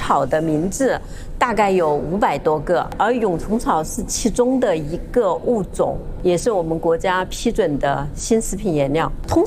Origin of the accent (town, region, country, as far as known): China